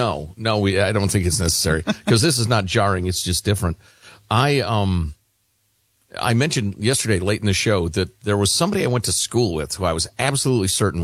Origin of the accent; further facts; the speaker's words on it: Chicago, Illinois, United States; I grew up in Chicagoland. There are tons of Polish people and Slavs and Serbs and all sorts of people.